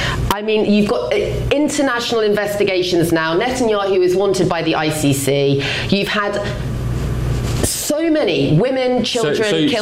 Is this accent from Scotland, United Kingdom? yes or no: no; London, United Kingdom; as a Londoner myself, no, I don't want, if I was living in London right now, I don't want my tax dollars going to that company